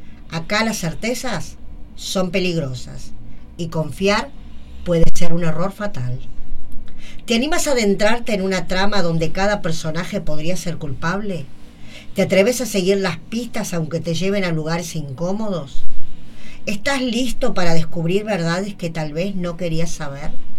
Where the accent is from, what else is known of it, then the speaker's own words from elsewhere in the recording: Virrey del Pino, Buenos Aires Province, Argentina; soy de La Matanza, de Virrey del Pino, soy escritora, soy docente.